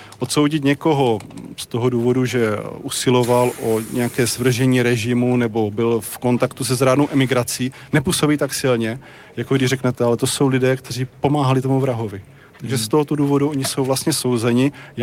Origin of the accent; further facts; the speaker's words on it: Bučovice, South Moravian Region, Czechia; jsem z Bučovic